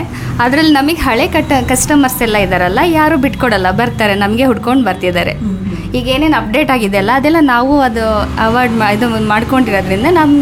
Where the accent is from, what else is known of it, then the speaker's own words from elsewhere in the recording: Haveri district, Karnataka, India; born there; ನಾನು ಹುಟ್ಟಿದ್ದು ಹಾನಗಲ್ ತಾಲೂಕ್ ಹಾವೇರಿ ಡಿಸ್ಟಿಕ್ ಕೂಸ್ನೂರ್ ಅಂತ ಒಂದು ಹಳ್ಳಿಯಲ್ಲಿ ಹುಟ್ಟಿದ್ದು.